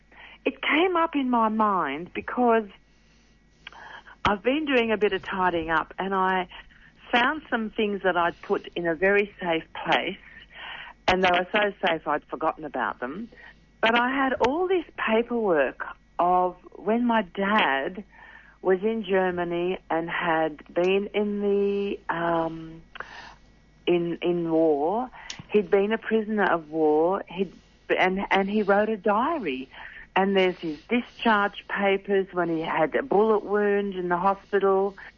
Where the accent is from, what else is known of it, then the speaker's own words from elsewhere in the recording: Sydney, New South Wales, Australia; born there; I was born in Sydney to immigrants